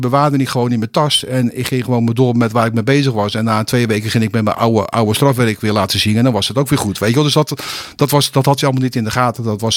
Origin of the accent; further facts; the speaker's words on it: Bodegraven, South Holland, Netherlands; Daar woonden mijn ouders en daar heb ik zelf ook heel lang gewoond. Dus geboren en getogen Bodegravenaars. En ja, bouwjaar is 1955